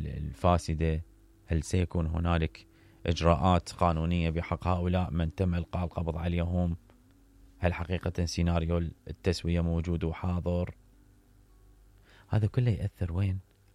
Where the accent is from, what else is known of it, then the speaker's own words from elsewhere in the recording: Iraq; نحن كمواطن عراقي